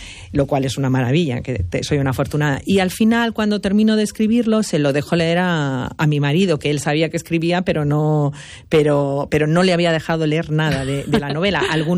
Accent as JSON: {"language": "Spanish", "town": "Madrid", "region": "Community of Madrid", "country": "Spain", "tie": "born there", "also_born_or_lived": "Galicia", "moved": "as an adult", "lives_now": "A Coruña, Spain", "said": "mi marido es de aquí, de Orense, he venido siempre con la familia política aquí a Orense, entonces yo soy una madrileña que ha vivido mucho en Galicia, ya llevo seguidos 20 años viviendo aquí además"}